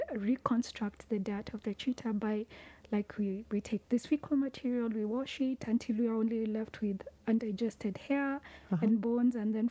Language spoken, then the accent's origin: English; Nairobi, Kenya; accent: Kenyan; I was born and raised in Nairobi, the capital city.